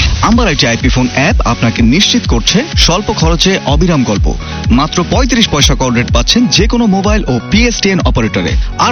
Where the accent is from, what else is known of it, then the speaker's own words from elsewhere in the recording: Bangladesh; আমরা গর্ব নিয়ে বলি আমরা বাংলাদেশি এবং আমরা একটা সাহসী জাতি